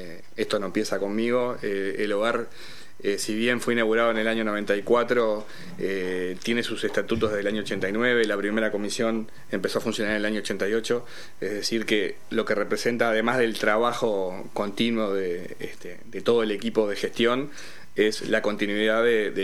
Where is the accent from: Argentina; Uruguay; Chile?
Uruguay; Montevideo; moved away; yo soy de Montevideo.